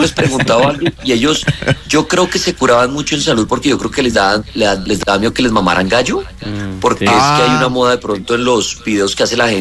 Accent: Colombia; himno de la selección Colombia, todo el estadio cantándolo, fue espectacular. Claro, uno ahí dice mi tierrita, mi país.

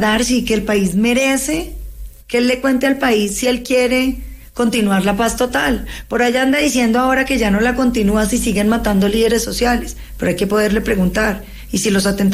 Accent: Popayán, Cauca, Colombia; moved away; Yo crecí en Popayán, Darcy, yo crecí en Popayán, mis amigas son de Popayán, pasé mi adolescencia en Popayán.

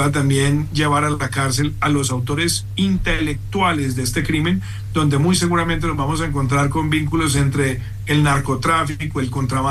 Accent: Colombia; Yo creo que como colombiano tengo que decir que lamenté mucho esa situación

